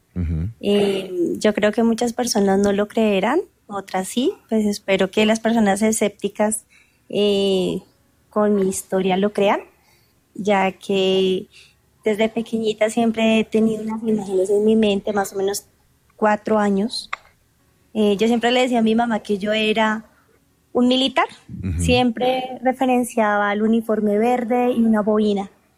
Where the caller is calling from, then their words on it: Bogotá, Colombia; Desde Colombia, Bogotá